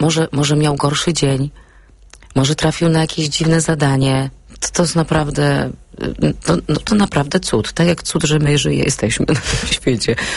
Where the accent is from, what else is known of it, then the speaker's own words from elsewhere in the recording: Rzeszów, Subcarpathian Voivodeship, Poland; moved away as an adult; Przyjechałam nie byłam z metropolii, jestem z Rzeszowa, chodziłam do Teatru imienia Siemaszkowej, zresztą, w którym grałam później i z którym jestem związana.